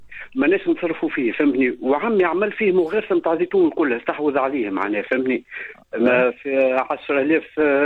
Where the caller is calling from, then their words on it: Béja, Tunisia; من البيجه.